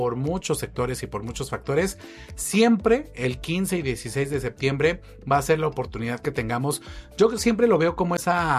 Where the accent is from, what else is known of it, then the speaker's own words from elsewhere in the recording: Mexico; pues somos mexicanos, somos parte de este pueblo maravilloso, de este pueblo guerrero que ha pasado tantos conflictos